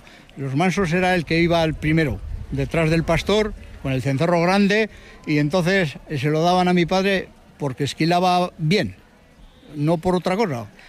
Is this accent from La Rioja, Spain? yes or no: yes; Brieva de Cameros, La Rioja, Spain; Que soy de aquí de Briva de Cameros, nacido y me he criado aquí toda la vida